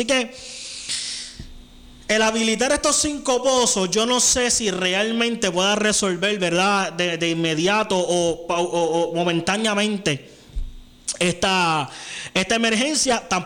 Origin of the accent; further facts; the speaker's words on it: San Germán, Puerto Rico; also born or lived in Mayagüez; En el caso mío, yo fui y nací en Mayagüez, pero desde que tengo uso de razón, me criaron y he vivido toda mi vida en San Germán. Así que yo me considero más sanjermeño que cualquier otra cosa.